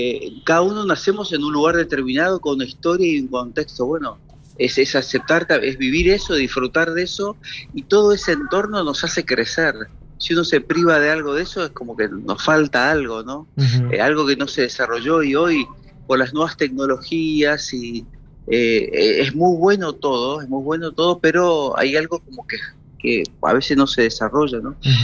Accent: Alvear, Argentina; ahí en mi pueblo, que es Alvear, entrando al secundario, en primer año de secundario, así que hace muchos años.

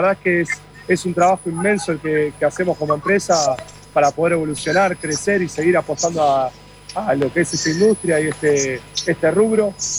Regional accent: Argentina; nosotros como argentinos

